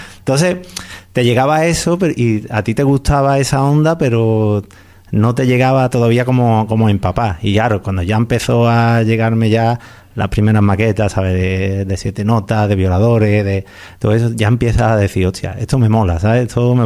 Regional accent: Alcalá de Guadaíra, Andalusia, Spain; yo soy de Alcalá de Guadaira.

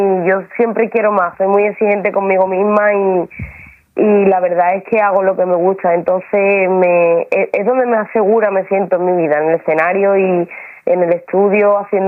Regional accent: Jerez de la Frontera, Andalusia, Spain; pero mi tierra la verdad que me causa bastante responsabilidad y me machaco mucho. Tengo que estar preparada física, mentalmente, porque ir a mi tierra a mí me cuesta bastante la salud mental.

